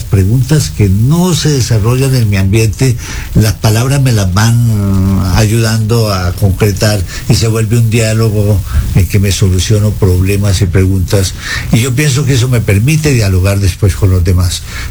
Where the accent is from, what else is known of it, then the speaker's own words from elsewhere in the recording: Pitalito, Huila, Colombia; now in Ecuador; Se hacen pasantías en esa casa en mi pueblo.